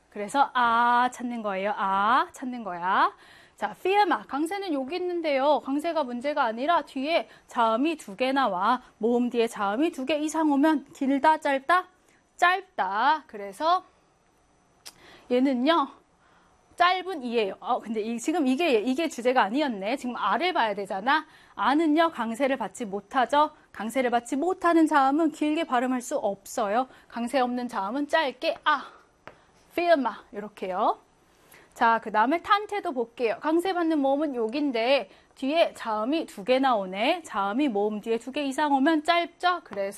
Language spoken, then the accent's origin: Korean; Seoul, South Korea; 저는 서울 사람인데